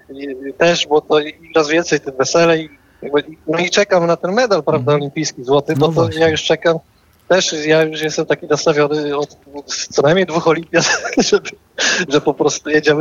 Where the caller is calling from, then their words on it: Pomeranian Voivodeship, Poland; z Pomorza, bo nie z miasta.